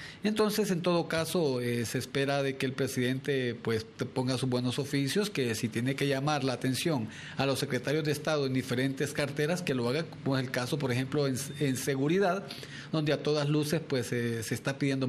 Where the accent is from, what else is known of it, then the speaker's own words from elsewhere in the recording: Honduras; nosotros como hondureños